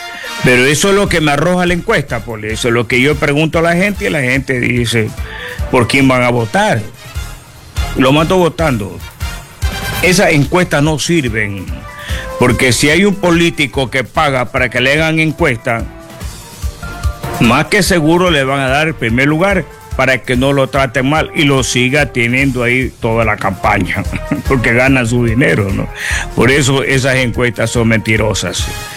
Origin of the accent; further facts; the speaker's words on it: El Oro, Ecuador; Nuestros amables oyentes aquí en Machala, buenos días en mi provincia del Oro, buenos días en mi país Ecuador